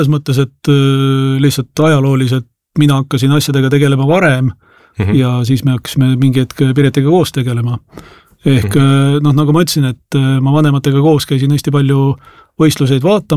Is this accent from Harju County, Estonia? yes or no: yes; Tallinn, Harju County, Estonia; mina olen ka tegelikult Tallinnast.